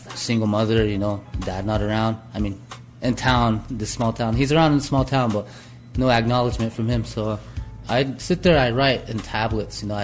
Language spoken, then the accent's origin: English; Manderson, South Dakota, United States; I'm from Manderson, South Dakota, on the Pine Ridge Indian Reservation. You know, hip-hop's big around here.